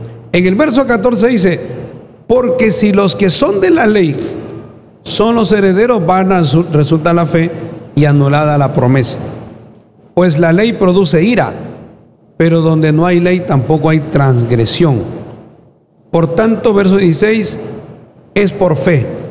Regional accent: Peru; Si nosotros estuviéramos viviendo en ese tiempo, nosotros como peruanos, los judíos nos dirían: estos son unos incircuncisos, paganos, gentiles.

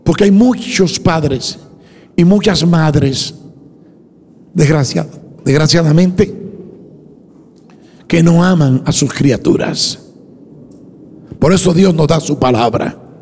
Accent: Cuba; moved away

